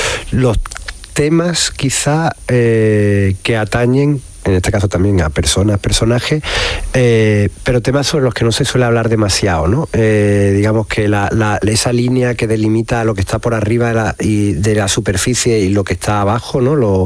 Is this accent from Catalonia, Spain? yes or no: no; Seville, Andalusia, Spain; born there; moved away as an adult; also born or lived in Rota, Cádiz; now in Madrid, Spain; Yo soy de Sevilla, nacido en Triana, vivo gran parte del año en Madrid por cuestiones de trabajo, porque también doy clases allí y todo eso, pero vengo mucho a Sevilla y también, digamos, que paso gran parte del año, sobre todo evitando el verano, en Rota, en Cádiz